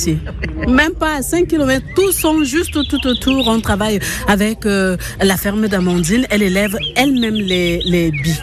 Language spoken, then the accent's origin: French; Cameroon; now in France; Je viens du Cameroun